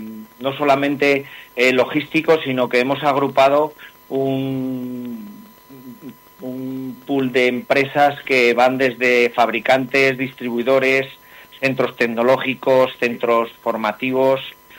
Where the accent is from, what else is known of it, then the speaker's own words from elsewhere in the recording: Calatayud, Aragon, Spain; se la doy a mi pueblo